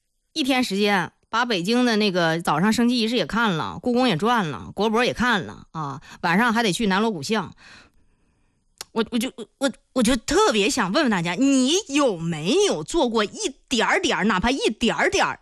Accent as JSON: {"language": "Chinese", "town": "Zhengding", "region": "Hebei", "country": "China", "tie": "born or raised there", "said": "我整天在我的直播当中，在我的节目当中给大家推广我的家乡，是吧？"}